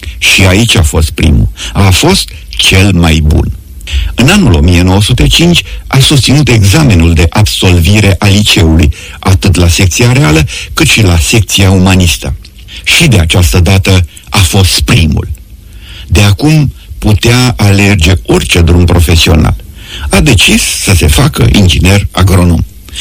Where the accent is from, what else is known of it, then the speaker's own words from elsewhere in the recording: Mehedinți County, Romania; ca și în satul meu din Mehedinți